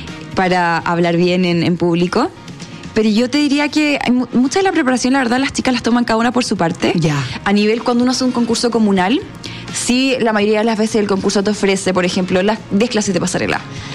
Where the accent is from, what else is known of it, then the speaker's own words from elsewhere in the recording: Viña del Mar, Valparaíso, Chile; moved away as an adult; now in Santiago, Chile; Yo soy de Viña, pero me vine acá a estudiar la universidad hace varios años y estoy viviendo aquí.